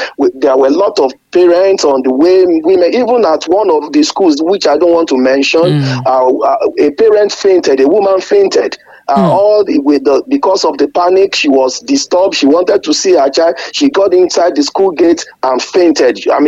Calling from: Ogbomosho, Oyo, Nigeria; I'm calling from Ogbomosho.

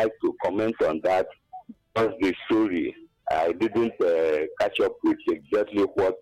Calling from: Enugu State, Nigeria; I'm calling from Abopani, Kenugu.

